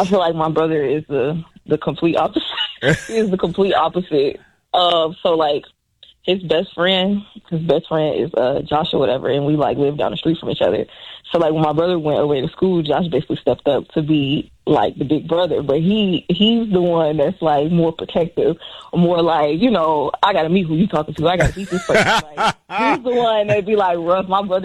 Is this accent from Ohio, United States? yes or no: no; Illinois, United States; also born or lived in Chicago; Well, actually, we moved out here to the suburbs when I was in second grade.